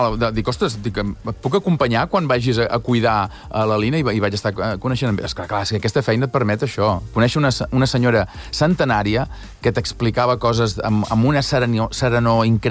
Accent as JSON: {"language": "Catalan", "town": "Sant Feliu de Buixalleu", "region": "Catalonia", "country": "Spain", "said": "a casa, a Sant Feliu de Buixalleu, a Girona"}